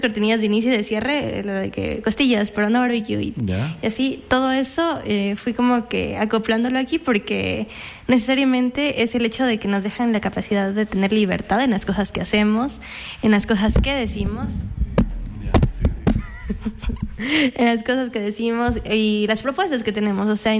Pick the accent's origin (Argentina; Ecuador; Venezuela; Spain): Ecuador; Loja; moved away; Yo soy de Loja.